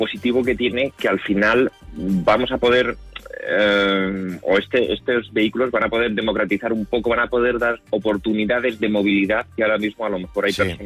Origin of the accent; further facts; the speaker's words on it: Spain; todos los que somos españoles